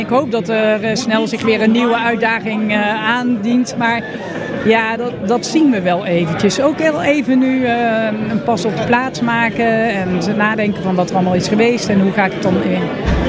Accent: Leiden, South Holland, Netherlands; Maar ik kwam uit Leiden.

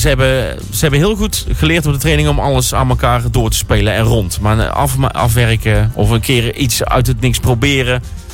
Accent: Netherlands; ik ben Nederlander

